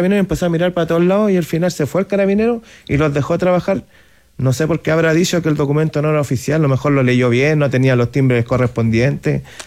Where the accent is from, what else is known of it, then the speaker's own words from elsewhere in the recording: Chile; si fuera por la gente de acá, ustedes no estarían en el país. O sea, como diciendo que incluso no somos chilenos.